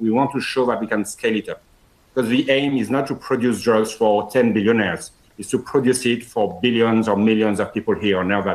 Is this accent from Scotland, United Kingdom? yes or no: yes; Scotland, United Kingdom; You know, I'm from Scotland, and here we have centuries of experience doing the best alcohol in the world.